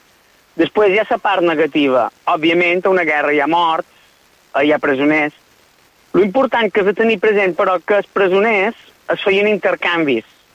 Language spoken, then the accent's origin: Catalan; Ciutadella, Balearic Islands, Spain; jo som menorquí, però som de Ciutadella